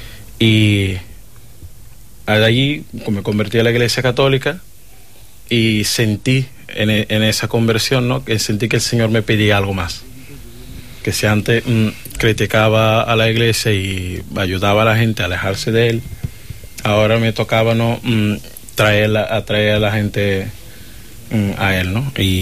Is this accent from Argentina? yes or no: no; Mindelo, São Vicente, Cape Verde; moved away as an adult; now in Seville, Spain; soy de Cabo Verde y de la diócesis de Mindelo.